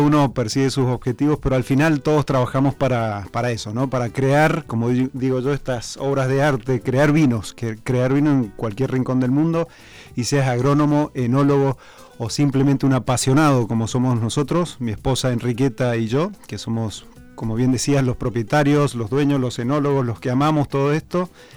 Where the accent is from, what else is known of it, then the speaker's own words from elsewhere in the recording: Mendoza, Argentina; accent: Argentine; now in Spain; soy de la provincia de Mendoza. Como bien decías, es una provincia que queda muy, muy cerquita de la cordillera, de hecho al pie de la cordillera de los Andes. Es una zona, una región vitivinícola por excelencia, de hecho es una capital del vino en el mundo, y nací y me crié